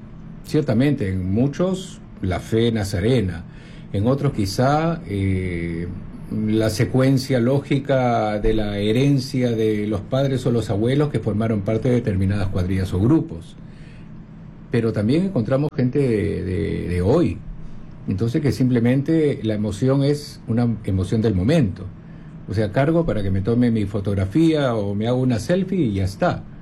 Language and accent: Spanish; Peru